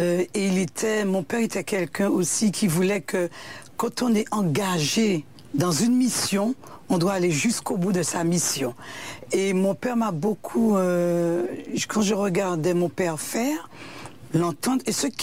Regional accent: Le Vauclin, Martinique; j'ai grandi dans la commune du Vauclin, dans un quartier qui s'appelle Baie des Mulets. Mm-hmm. Nous habitons au bord de la mer

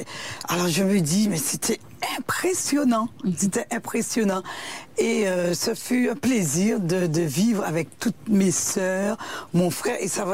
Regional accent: Le Vauclin, Martinique; j'ai grandi dans la commune du Vauclin, dans un quartier qui s'appelle Baie des Mulets. Mm-hmm. Nous habitons au bord de la mer

